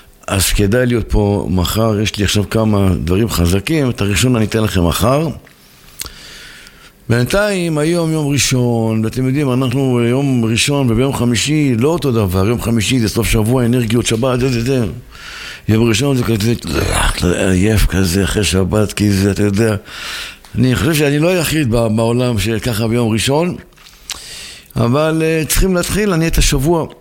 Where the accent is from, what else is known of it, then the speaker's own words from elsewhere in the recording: Jerusalem, Jerusalem District, Israel; moved away; זכיתי להיוולד בירושלים, בשכונת הבוחרים, וגדלתי בשכונת שמונה נביא, ואני ירושלמי נטוע, אבל היום אני לא ירושלמי.